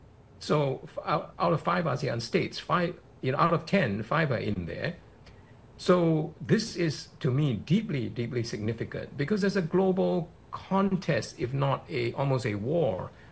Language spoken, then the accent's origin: English; Malaysia; The easy thing to do, and I come from Malaysia, of course, which is a beneficiary of this development.